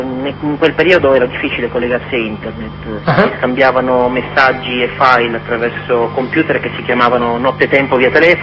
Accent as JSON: {"language": "Italian", "town": "Syracuse", "region": "Sicily", "country": "Italy", "tie": "born there", "accent": "northern", "said": "Io? A Siracusa."}